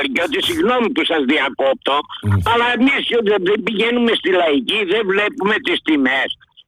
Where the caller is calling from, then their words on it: Marousi, Attica, Greece; από Μαρούση.